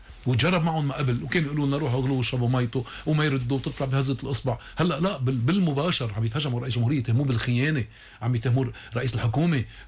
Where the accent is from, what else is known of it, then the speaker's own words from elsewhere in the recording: Lebanon; نحن كلبنانيين